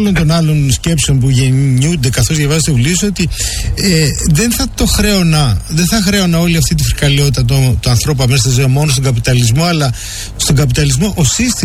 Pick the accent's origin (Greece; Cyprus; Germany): Greece; Epirus; εγώ κατάγομαι από την Ήπειρο